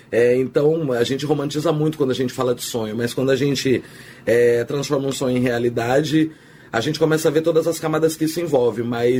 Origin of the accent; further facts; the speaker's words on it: Campinas, São Paulo, Brazil; Nascida, criada.